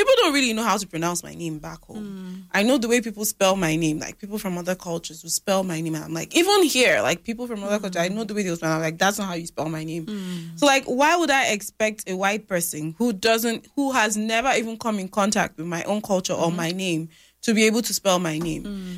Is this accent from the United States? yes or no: no; Nigeria; moved away; I speak as a Nigerian, we're like, I don't want to put my mouth in this kind of issue because I'm just an immigrant.